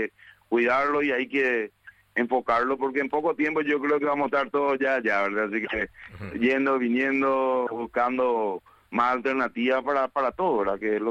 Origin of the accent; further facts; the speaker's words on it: Paraguay; uno como paraguayo uno se siente